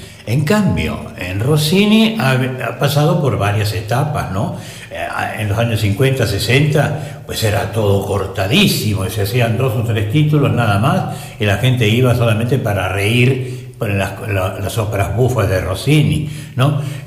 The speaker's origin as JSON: {"language": "Spanish", "country": "Peru"}